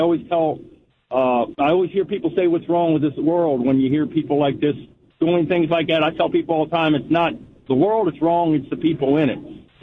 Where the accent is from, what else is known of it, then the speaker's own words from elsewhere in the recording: Lewes, Delaware, United States; I'm from Lewis, Delaware.